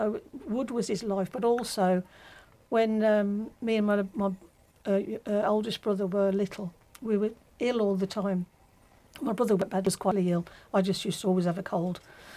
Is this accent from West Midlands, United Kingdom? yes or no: yes; Cradley Heath, West Midlands, United Kingdom; born there; I was born in Cradley Heath.